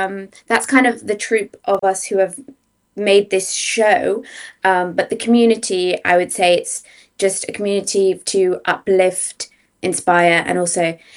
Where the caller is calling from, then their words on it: Yorkshire and the Humber, United Kingdom; It's funny because you mentioned Sheffield, because I'm just outside of Sheffield, so that's where I'm joining from.